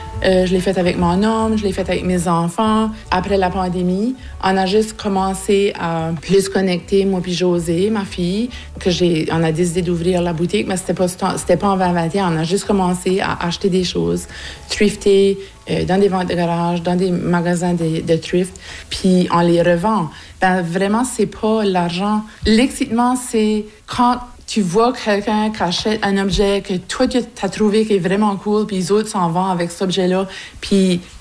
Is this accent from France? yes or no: no; Shediac Ridge, New Brunswick, Canada; moved away as an adult; now in Pleasant Ridge, Canada; j'ai 51 ans. Je suis originaire de Shediac Ridge, autrement connue maintenant comme Roserville. Puis j'habite Pleasant Ridge depuis 1998, ça fait que j'ai deux chez nous à ce temps.